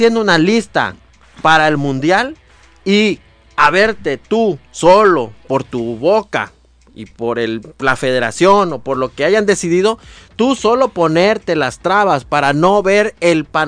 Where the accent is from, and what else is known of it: Mexico